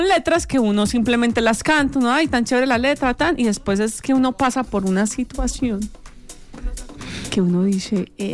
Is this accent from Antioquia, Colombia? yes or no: yes; Antioquia, Colombia; Y porque soy paisa.